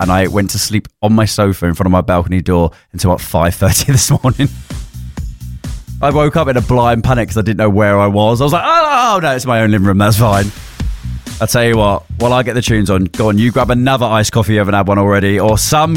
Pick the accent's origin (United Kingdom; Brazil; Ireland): United Kingdom; God, I love us as a British nation that it gets to the point where throughout the whole year we're like, when's it going to get hot?